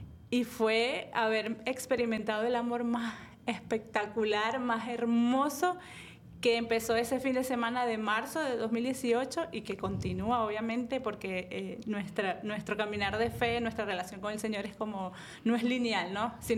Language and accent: Spanish; Venezuela; moved away as an adult; now in Miami, United States; yo tengo 11 años viviendo aquí en Miami, soy venezolana y realmente crecí en una familia que no es católica practicante. Crecí en una familia católica de valores, de principios